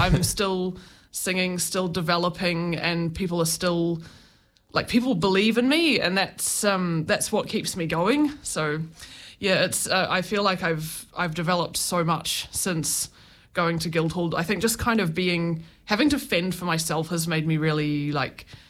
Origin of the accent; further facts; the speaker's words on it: New Zealand; moved away as an adult; now in London, United Kingdom; This is my first time back in New Zealand in 3 years.